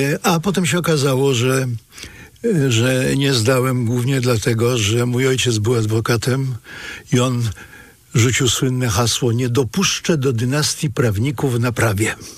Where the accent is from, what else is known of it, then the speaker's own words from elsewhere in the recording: Poznań, Greater Poland Voivodeship, Poland; jestem z Poznania, a Poznań zawsze był silnym ośrodkiem muzycznym